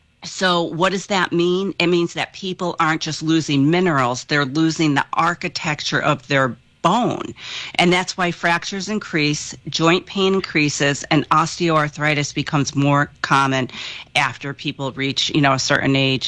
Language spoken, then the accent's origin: English; Ireland